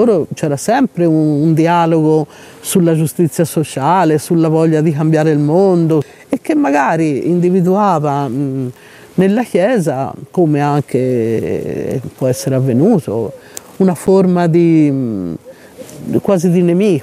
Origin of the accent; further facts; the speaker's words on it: Tuscany, Italy; un po' siamo toscani